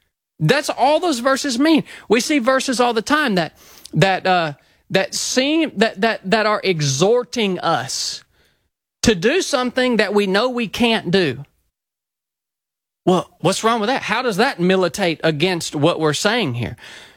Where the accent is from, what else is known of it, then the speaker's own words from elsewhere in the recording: the South, United States; So I grew up obviously in the South, so I'd heard the gospel many, many times.